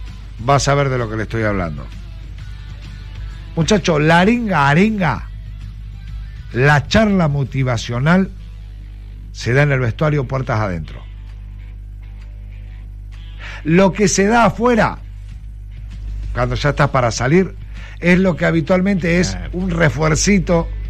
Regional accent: Argentina; sé cómo somos los argentinos.

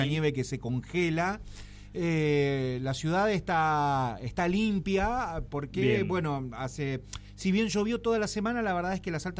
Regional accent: Tierra del Fuego, Argentina; todos los fueguinos

